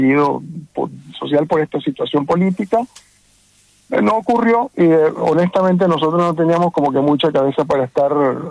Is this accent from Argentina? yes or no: no; Venezuela; moved away; mis mismos coterráneos que están padeciendo la situación allá